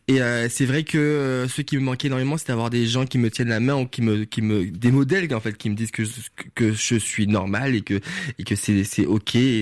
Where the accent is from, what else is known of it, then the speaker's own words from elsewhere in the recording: Martinique, France; moi, en grandissant, j'ai grandi en Martinique.